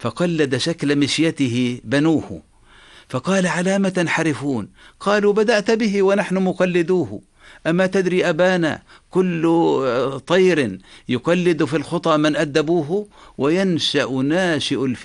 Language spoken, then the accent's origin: Arabic; Jordan; عندنا في الأردن